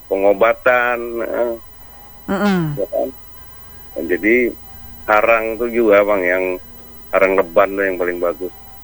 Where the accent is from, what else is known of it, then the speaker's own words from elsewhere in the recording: West Java, Indonesia; Kita Sunda teh lupa teh, enak tuh apa ya?